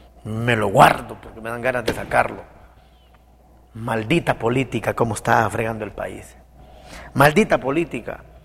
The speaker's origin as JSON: {"language": "Spanish", "country": "Honduras", "said": "estoy como un hondureño"}